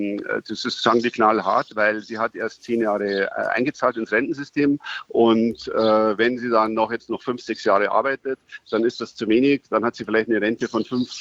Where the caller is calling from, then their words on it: Passau, Bavaria, Germany; Ich rufe aus Passau